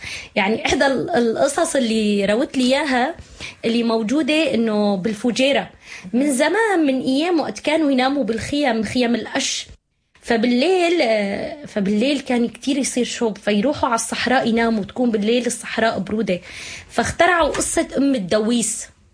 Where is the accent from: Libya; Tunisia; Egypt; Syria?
Syria; نحن عندنا بسوريا بالشام مشهوره امنا الغوله